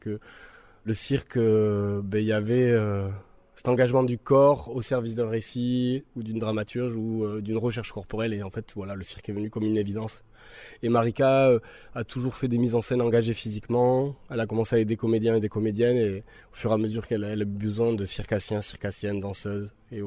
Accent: Nouvelle-Aquitaine, France; also born or lived in Agen; je suis originaire du Pays Basque. J'ai vécu pas mal d'années à Sokoa et à Askain.

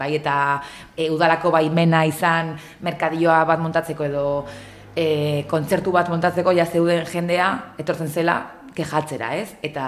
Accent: Hondarribia, Basque Country, Spain; eta ni Hondarribikoa naiz, eta oso pozik nago

